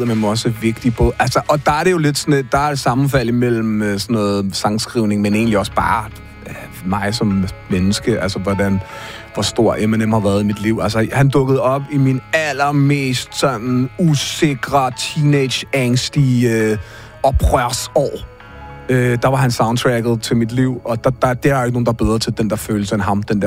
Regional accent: Hundige, Zealand, Denmark; Jeg er jo Hundi-barn, og jeg er også 90'er-barn

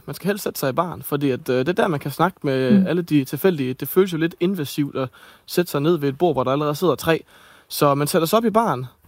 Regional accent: Ebeltoft, Central Denmark Region, Denmark; jeg er jo fra Østjylland, ude fra Ebeltoftdag.

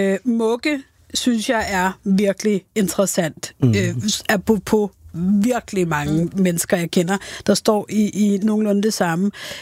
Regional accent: Vestegnen, Capital Region of Denmark, Denmark; nu er jeg fra Vestegnen

